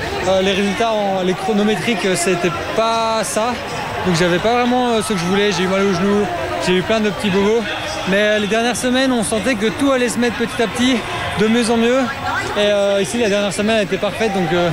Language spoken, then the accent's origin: French; Belgium; mes racines sont belges. Je le dois au Luxembourg parce que c'est eux qui m'ont accueilli. Mais effectivement, je m'entraîne en Belgique. J'habite en Belgique. Je suis belge aussi.